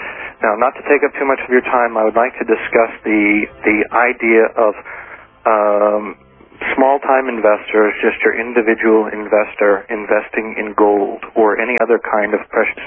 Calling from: Ofterschwang, Bavaria, Germany; From Aufteschwang in Germany, which is very near the Austrian border.

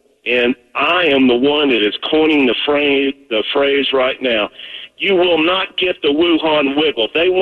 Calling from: Boone, North Carolina, United States; We moved her from Asheville, North Carolina, up to our farm in Boone, North Carolina.

